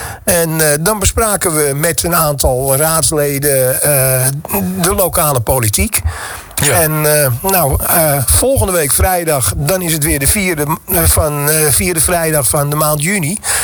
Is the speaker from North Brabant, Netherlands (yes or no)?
no; Amsterdam, North Holland, Netherlands; accent: Amsterdam; moved away as an adult; now in Zwijndrecht, Netherlands; ik ben een Amsterdammer en dat kun je ook horen, ook, denk ik.